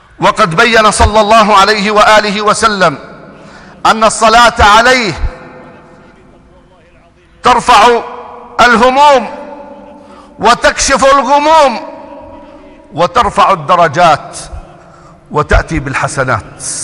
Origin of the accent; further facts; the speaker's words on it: Jordan; احفظ بلدنا الأردن